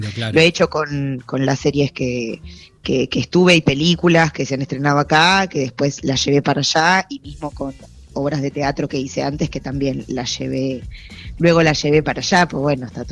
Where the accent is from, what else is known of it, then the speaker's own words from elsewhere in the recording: Cipolletti, Río Negro, Argentina; now in Buenos Aires, Argentina; yo soy de Río Negro, de Chipoleti.